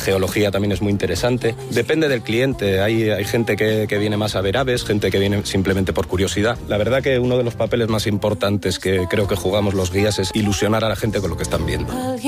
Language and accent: Spanish; Navarre, Spain; now in Extremadura, Spain; No, yo soy navarro, pero bueno, mi pareja es de aquí de Extremadura y al final la vida te lleva a sitios que no te imaginas.